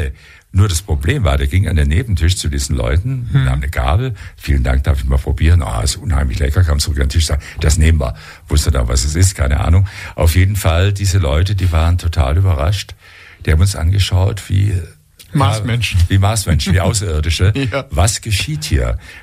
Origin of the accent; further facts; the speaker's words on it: Belgium; Nur offenbar habe ich vom Dialekt her, vom Anklang her, etwas, was mich als Belgier outet. Für einen Deutschen werde ich eigentlich selten gehalten.